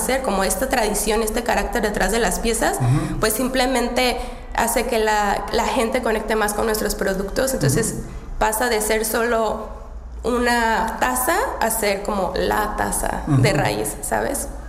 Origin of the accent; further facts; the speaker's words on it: Mexico; también en especial cuando saben que soy mexicana